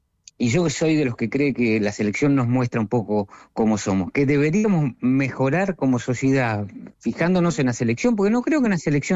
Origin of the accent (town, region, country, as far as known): Argentina; now in Barcelona, Spain